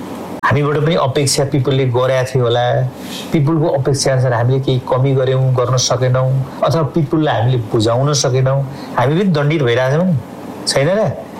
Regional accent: Bagmati, Nepal; moved away; म रामेछापको मान्छे हो, मैले धेरै टेलिभिजनमा भनेको पनि छु, मेरो गाउँमा बाटो थिएन, दोलाल घाटमा आएर 2 दिन हिँडेर गाडी चढ्या हो, आज मेरो दैलासम्म पिच बाटो पुग्छ

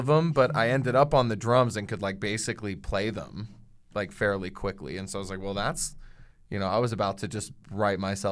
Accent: East Coast, United States; And basically, I grew up on the East Coast and luckily had a bunch of really incredible music teachers.

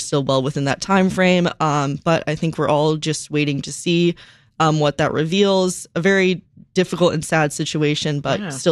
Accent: Chicago, Illinois, United States; born there; Illinois Masonic born. Actually, fifth generation Chicagoan on my mother's side.

